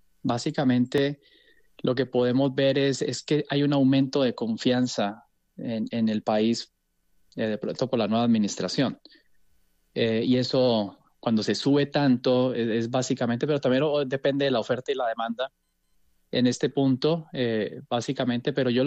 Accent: Colombia

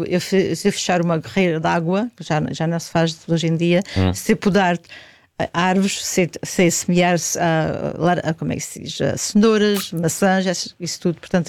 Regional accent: Portugal; moved away as an adult; now in New York, United States; em 1980 eu dizia às pessoas que era de Portugal

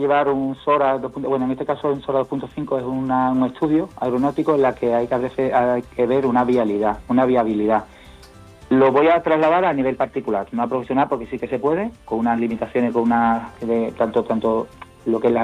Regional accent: San Fernando, Andalusia, Spain; yo soy de aquí de Cádiz, San Fernando

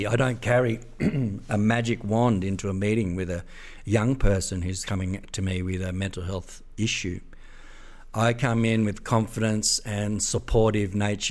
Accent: Granville, New South Wales, Australia; I grew up in Granville, a very multicultural place, and I loved that.

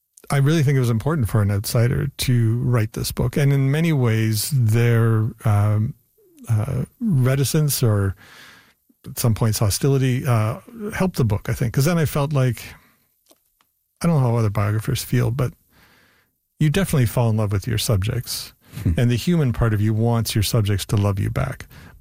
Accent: Canada

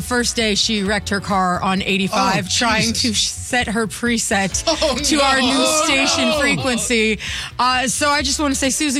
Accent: Stanly County, North Carolina, United States; I grew up in Stanley County

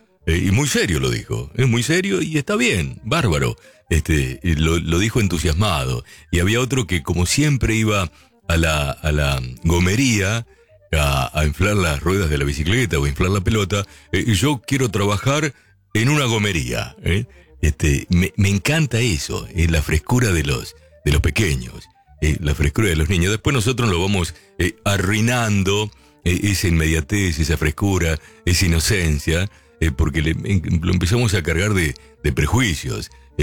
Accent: Gregorio de Laferrere, Buenos Aires Province, Argentina; acá firme, escuchando como todos los fines de semana. Dios lo bendiga. Soy de La Ferrere.

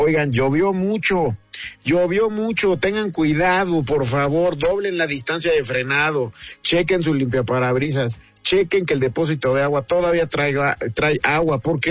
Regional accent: Mexico; me di cuenta que no solamente hay que unirnos como mexicanos

